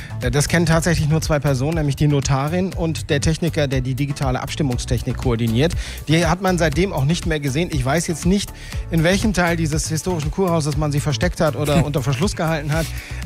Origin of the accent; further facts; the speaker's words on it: North Rhine-Westphalia, Germany; Ich komme aus dem Ruhrgebiet und ich glaube, dass diese Region das verdient hat.